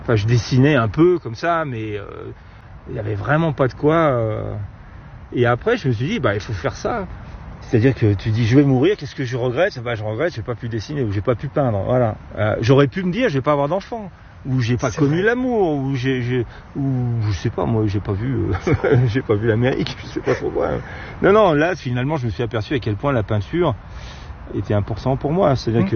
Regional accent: Grenoble, Auvergne-Rhône-Alpes, France; born there; je suis de Grenoble et ma mère m'emmenait souvent, très jeune, en marché.

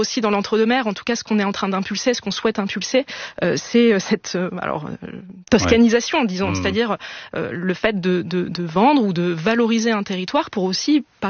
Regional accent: Loire Valley, France; moi je viens de la Loire, donc effectivement, je comprends cette comparaison, il parle des Côtes-du-Rhône, moi je vois aussi les dynamiques qu'on peut trouver dans le Val-de-Loire.

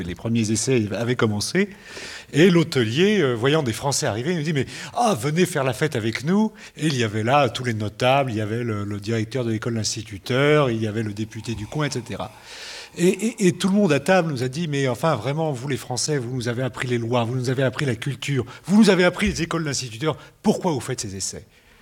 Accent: France; pendant ce fameux mois de septembre où nous étions en tant que Français

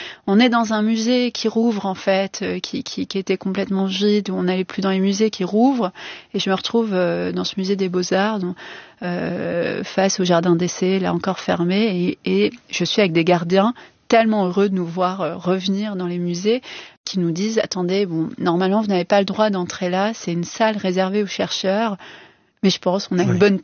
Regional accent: Algeria; born there; moved away as an adult; Oui, je reviens à 8 ans. Mon père nous ramène en Algérie

